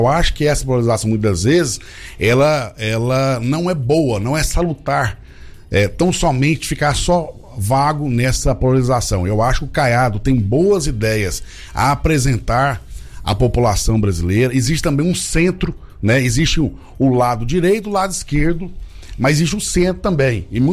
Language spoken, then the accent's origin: Portuguese; Goiás, Brazil